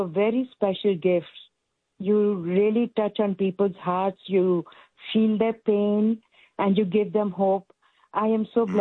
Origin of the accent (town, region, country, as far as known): India; now in Chicago, United States